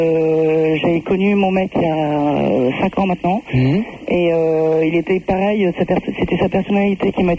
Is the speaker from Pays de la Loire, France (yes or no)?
no; Paris, Île-de-France, France; Ouais, je suis de Paris.